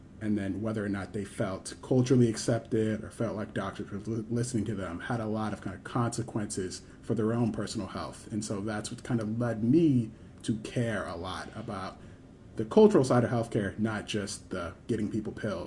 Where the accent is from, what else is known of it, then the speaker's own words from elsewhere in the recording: Columbia, Maryland, United States; I grew up in Columbia, Maryland, so suburb of Baltimore. My mom's actually Jamaican